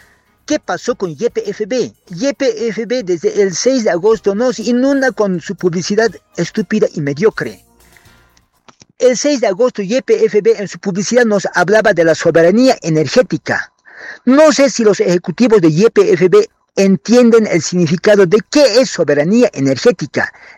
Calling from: Bolivia

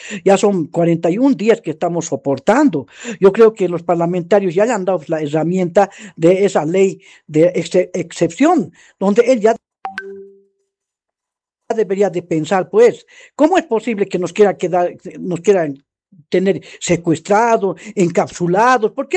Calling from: La Paz, Bolivia; somos nosotros los paceños

